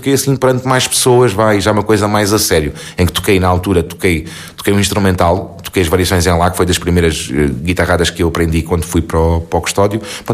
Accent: Campo Maior, Alentejo, Portugal; born or raised there

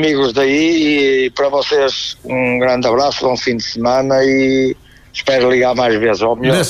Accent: Santa Maria da Feira, Norte, Portugal; moved away as an adult; now in Fornos do Pinhal, Valpaços, Portugal; sou natural de Santa Maria da Feira, estou a falar diretamente de uma aldeia de Valpassos, com o nome de Fornos do Pinhal.

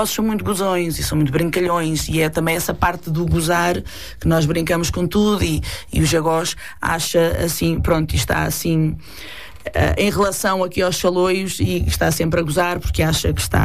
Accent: Ericeira, Lisbon, Portugal; moved away as an adult; now in Santo Isidoro, Portugal; Mas eu sou da Ericeira, mas estou a viver em Santo Isidoro. O meu pai era Jagós, a minha mãe Saloia de Santo Isidoro. Eu tive 28 anos a viver na Ericeira e agora estou em Santo Isidoro.

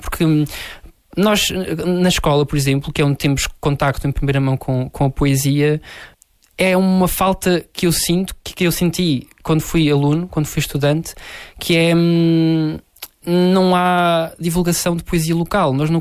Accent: Tunes, Algarve, Portugal; o título dos dois projetos são uma homenagem à minha aldeia

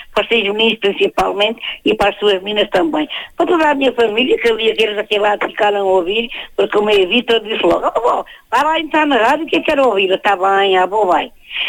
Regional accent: Tramagal, Portugal; vai aqui para a minha terra, para o Termagal

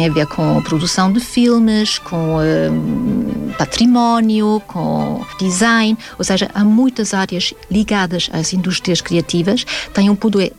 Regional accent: Salzburg, Austria; Mozart, pronto, nasceu em Salzburg, que é a minha cidade natal

